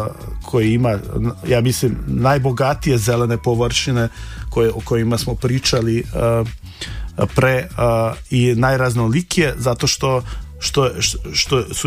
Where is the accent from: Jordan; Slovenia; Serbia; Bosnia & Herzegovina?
Slovenia; Ljubljana; born or raised there